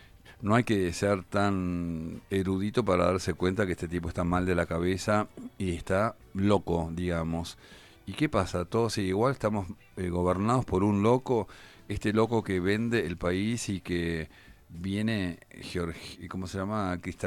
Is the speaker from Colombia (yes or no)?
no; Argentina